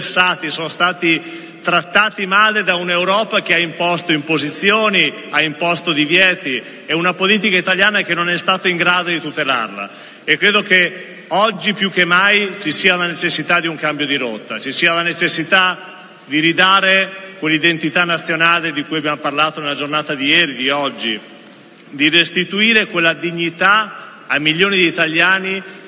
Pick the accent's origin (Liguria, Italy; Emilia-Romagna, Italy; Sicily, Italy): Emilia-Romagna, Italy; also born or lived in Modena / Ferrara